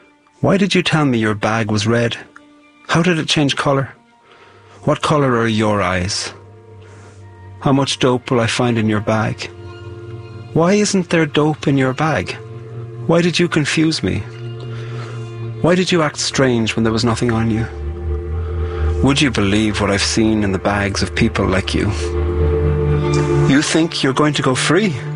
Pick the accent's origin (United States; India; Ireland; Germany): Ireland; I'm a poet from Ireland